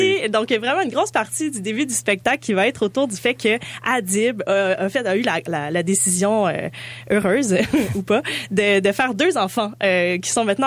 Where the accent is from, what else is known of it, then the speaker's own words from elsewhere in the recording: Montreal, Quebec, Canada; je pense qu'on se reconnaît en tant que Montréalais aussi là